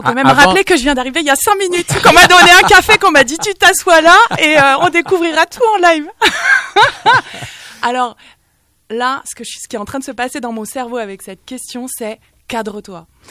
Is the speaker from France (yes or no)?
yes; Rennes, Brittany, France; born there; moved away; also born or lived in Périgueux, Dordogne; De Rennes. Ouais. C'est là-bas que j'ai grandi principalement toute mon enfance.